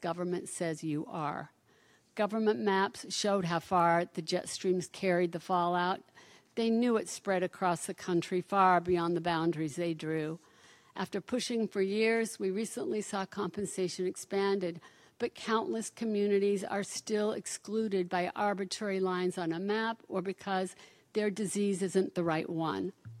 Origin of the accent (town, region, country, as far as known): Salt Lake City, Utah, United States; born or raised there